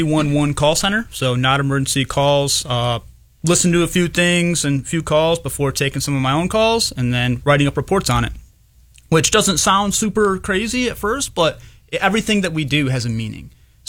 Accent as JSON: {"language": "English", "town": "Rushford", "region": "New York", "country": "United States", "tie": "born or raised there", "also_born_or_lived": "Schofield Barracks, Hawaii", "moved": "as an adult", "said": "So I grew up in Rushford, New York, went to high school and Fillmore Central School down in Allegheny County."}